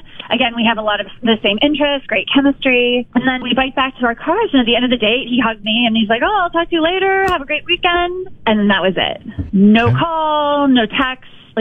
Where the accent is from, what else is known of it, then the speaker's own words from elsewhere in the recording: Ireland; Girl, I'm Irish. I can handle that.